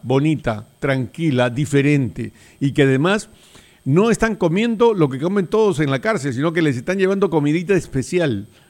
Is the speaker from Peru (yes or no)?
yes; Peru; Yo vengo del Perú, que ha derrotado a dos grupos terroristas, Sendero Luminoso y el MRTA